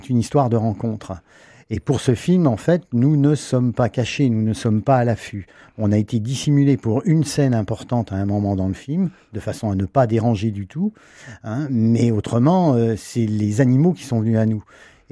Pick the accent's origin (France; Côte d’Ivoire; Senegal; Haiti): France; Brittany; Moi, je l'observais sur la Sèvre nantaise, puisque je suis breton d'origine.